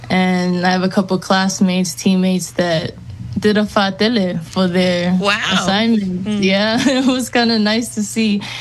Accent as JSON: {"language": "English", "country": "New Zealand", "tie": "born or raised there", "moved": "yes", "lives_now": "United States", "said": "You know, I grew up in New Zealand, so being around a lot of cultures was a little hard sometimes"}